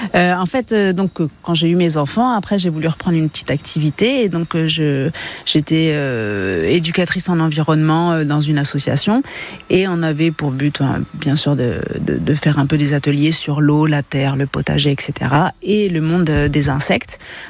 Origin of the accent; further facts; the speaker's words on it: Centre-Val de Loire, France; born there; moved away; also born or lived in Normandy; Alors moi, je viens de la Sologne. Je suis née vraiment à côté du château de Chambord, mais voilà, c'est un mix de Normandie et de Sologne, avec une famille viticulteurs et éleveurs aussi en vaches laitières.